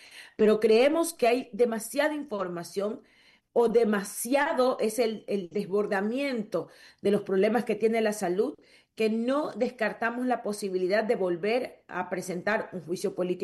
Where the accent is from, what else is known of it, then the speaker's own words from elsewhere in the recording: Quinindé, Esmeraldas, Ecuador; de la ciudad donde soy, de Quinindé